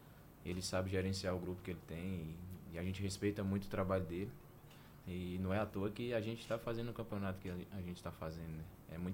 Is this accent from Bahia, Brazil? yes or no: yes; Vitória da Conquista, Bahia, Brazil; Todo mundo lá na minha cidade, Vitória da Conquista, me conhece como